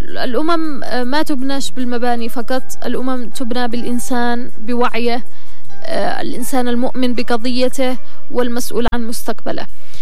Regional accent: Yemen; احنا كشعب يمني

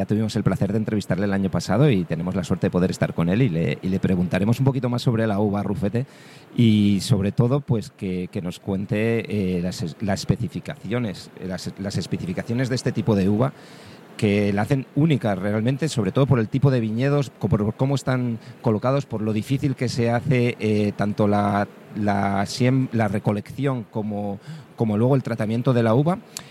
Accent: Salamanca, Castile and León, Spain; Ya sabéis que yo soy salmantino y de muy cerquita de San Esteban

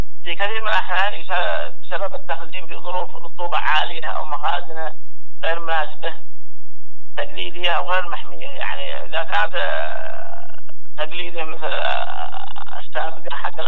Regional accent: Yemen; عندنا في اليمن

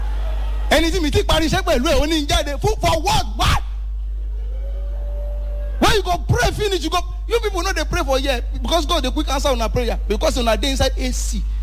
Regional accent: Ibadan, Oyo, Nigeria; I grew up in Ibadan. A very tough place to live. My background is very bad.

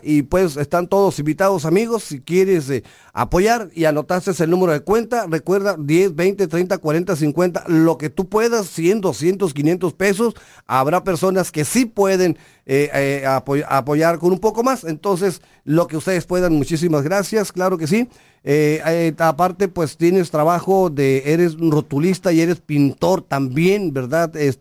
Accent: Ensenada, Baja California, Mexico; yo soy de ensenadense, sí.

